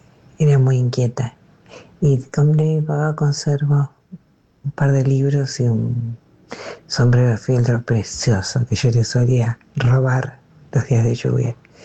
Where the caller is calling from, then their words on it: Adrogué, Buenos Aires Province, Argentina; de Adrogué.